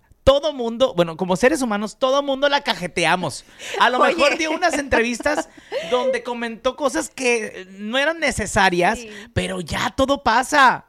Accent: Mexico; En Estados Unidos nos representa muy bien como mexicanos.

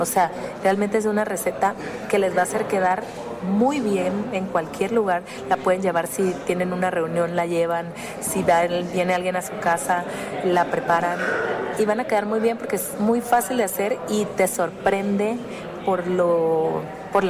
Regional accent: Tabasco, Mexico; born there; moved away; cualquiera que sea tu raíz, la mía es en ese pueblo de Tabasco

